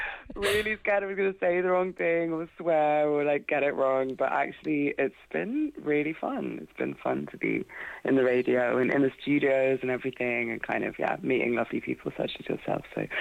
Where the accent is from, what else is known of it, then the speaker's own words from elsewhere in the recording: Cork, Munster, Ireland; born there; I was born in Cork